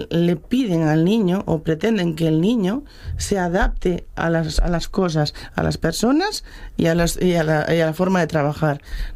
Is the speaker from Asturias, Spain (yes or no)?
yes; Navia, Asturias, Spain; Yo vengo de Navia.